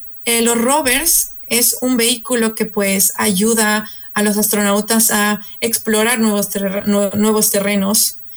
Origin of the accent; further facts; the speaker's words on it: Ecuador; now in Warsaw, Poland; en mi año soy la única ecuatoriana que está estudiando ingeniería aeroespacial